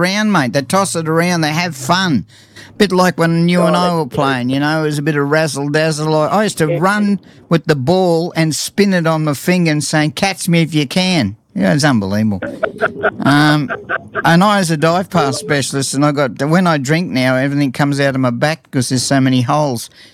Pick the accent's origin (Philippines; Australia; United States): Australia; Queensland; I'm a Queenslander, born and bred